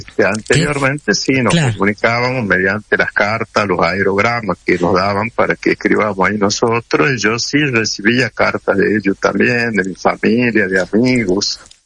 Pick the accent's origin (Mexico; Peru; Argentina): Argentina; Tucumán; now in Salta, Argentina; Yo soy tucumano, salteño por adopción, pero hace 40 años que estoy acá en Salta.